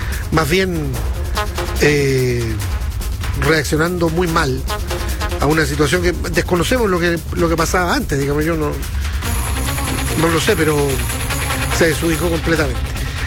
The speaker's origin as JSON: {"language": "Spanish", "country": "Chile", "said": "pero somos racistas los chilenos, ¿no?"}